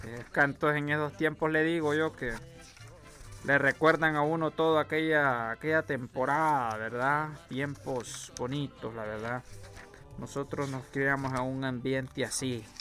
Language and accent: Spanish; Honduras; Así decimos nosotros aquí en Honduras, en el buen catracho.